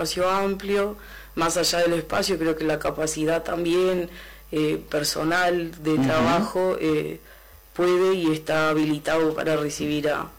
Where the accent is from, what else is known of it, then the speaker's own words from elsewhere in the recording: Tranqueras, Rivera, Uruguay; todos los funcionarios que hoy contemplan el equipo de trabajo somos de Tranqueras.